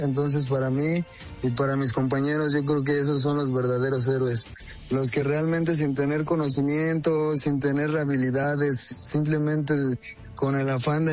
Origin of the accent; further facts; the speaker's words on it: San José de Gracia, Michoacán, Mexico; Yo soy de San José de Gracia, Michoacán.